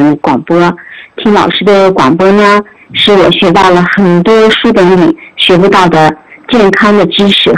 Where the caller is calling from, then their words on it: Korla, Xinjiang, China; 来自新疆美丽的城市，乡里的故乡库尔勒市。